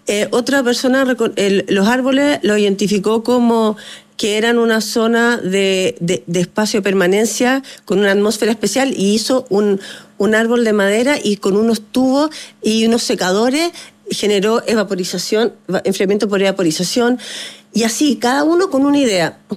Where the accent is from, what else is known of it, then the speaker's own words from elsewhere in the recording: Chile; que podamos como chilenos romper un poco con eso.